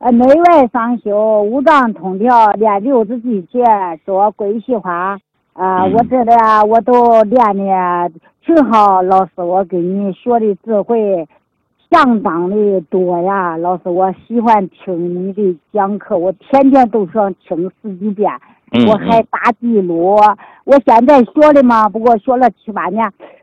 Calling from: Xinjiang, China; 我是来自新疆的。

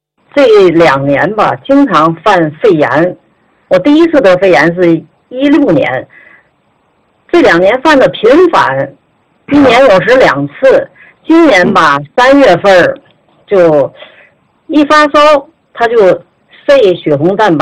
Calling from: Tianjin, China; 我是天津的

